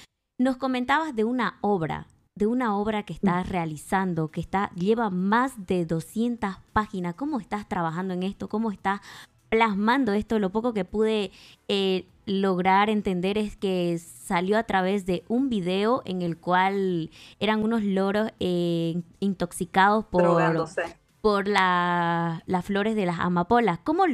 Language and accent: Spanish; Bolivia; Como boliviana, nos sentimos orgullosos de ti